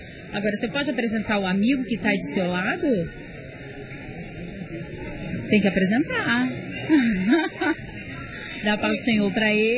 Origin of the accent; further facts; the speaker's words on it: Vila Velha, Espírito Santo, Brazil; moved away as an adult; now in Serra, Brazil; Aí eu morei minha vida toda lá, e eu fui pra Serra, aí eu fui me adaptando, mas agora eu gosto.